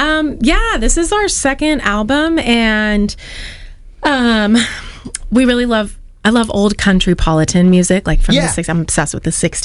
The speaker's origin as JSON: {"language": "English", "region": "West Coast", "country": "United States", "said": "We're from the West Coast"}